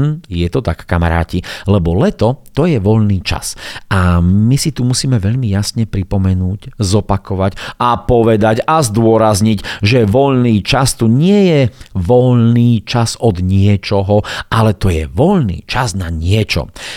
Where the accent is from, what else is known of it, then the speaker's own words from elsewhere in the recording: Bardejov, Prešov Region, Slovakia; my v Bardejove, keďže ja pochádzam z Bardejova